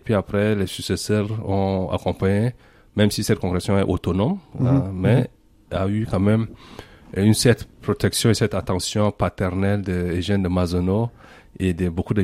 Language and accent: French; Chad; moved away as an adult; now in Lourdes, France; donc je suis originaire du Tchad et je suis missionnaire Oblat de Marie Immaculée.